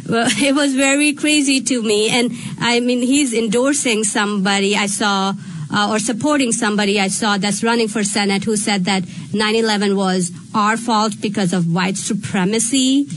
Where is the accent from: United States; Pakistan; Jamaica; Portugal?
Pakistan; It's common in Pakistan. Again, sometimes when you led the culture. So I grew up in Islamic Republic on Pakistan.